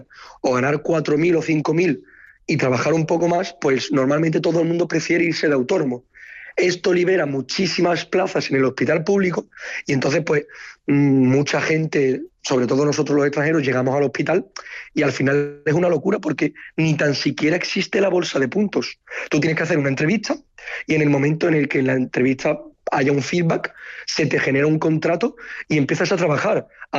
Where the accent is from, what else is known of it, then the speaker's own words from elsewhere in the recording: Spain; now in France; Para hablar concretamente de Francia, somos españoles y belgas.